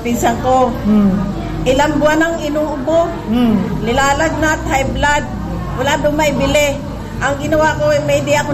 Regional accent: Calapan, Oriental Mindoro, Philippines; Gulod, Calapan.

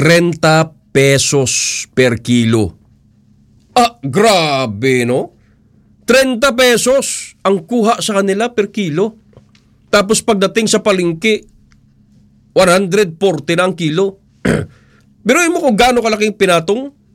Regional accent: Mimaropa, Philippines; dito sa amin sa Palawan

